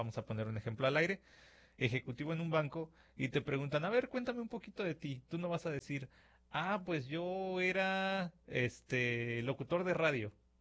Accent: Lázaro Cárdenas, Michoacán, Mexico; born there; pues es que nací en Lázaro Cárdenas, pero no crecí ahí, no tengo el acento de ahí por eso.

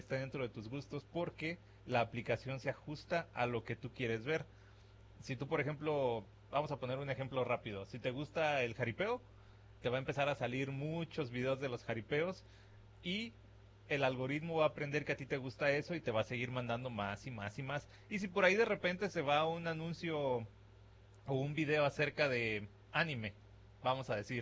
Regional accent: Mexico; now in United States

